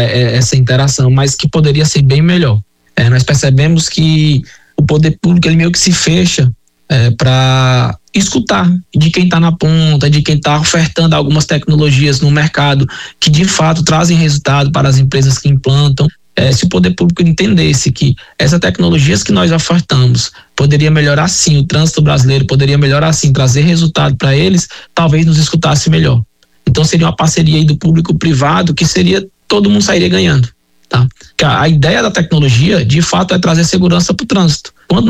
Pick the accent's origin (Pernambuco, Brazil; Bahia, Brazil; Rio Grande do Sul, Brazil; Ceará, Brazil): Ceará, Brazil; Fortaleza; Eu vou falar aqui, eu sou natural de Fortaleza, tá? Mas viajo muito a São Paulo